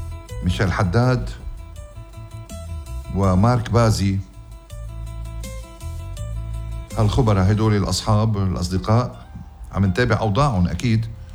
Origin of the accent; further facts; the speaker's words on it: Lebanon; تحية لألون خبراء السير بوطننا لبنان